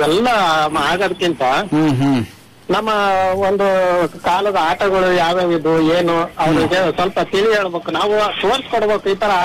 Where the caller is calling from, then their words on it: Shivamogga, Karnataka, India; ಶಿವಮೊಗ್ಗದಿಂದ ಮಾತಾಡ್ತಿರೋದು ಸರ್.